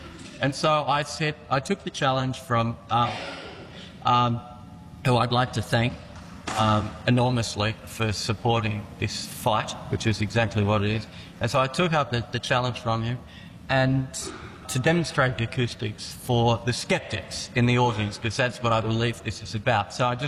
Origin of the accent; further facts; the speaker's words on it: Wollongong, New South Wales, Australia; I'd still like to take the opportunity to come to Wollongong, my hometown, and play in order to celebrate this strange achievement.